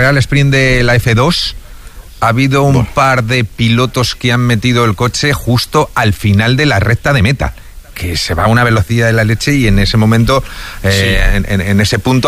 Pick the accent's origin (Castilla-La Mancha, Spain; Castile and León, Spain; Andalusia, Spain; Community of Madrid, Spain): Community of Madrid, Spain; Madrid; yo como madrileño me siento orgulloso de que se haya llegado aquí el Mundial de Fórmula 1